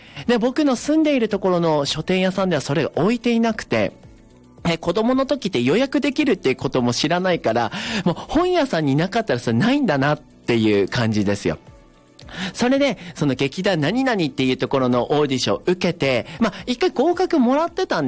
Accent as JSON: {"language": "Japanese", "town": "Yuzawa", "region": "Akita", "country": "Japan", "tie": "born or raised there", "said": "僕は出身が湯沢市で、"}